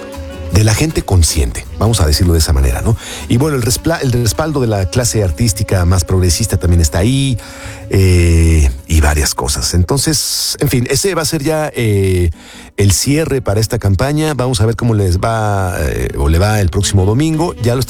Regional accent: Mexico

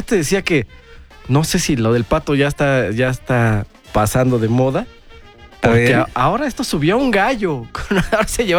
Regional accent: Mexico; este contexto que ahora estamos viviendo como mexicanos.

